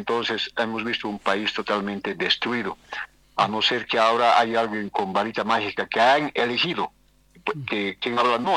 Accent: Potosí, Bolivia

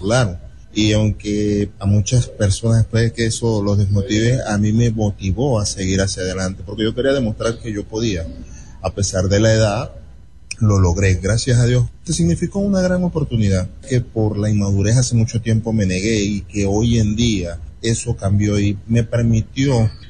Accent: Villa del Rosario, Zulia, Venezuela; tengo 32 años, vengo de la Villa del Rosario

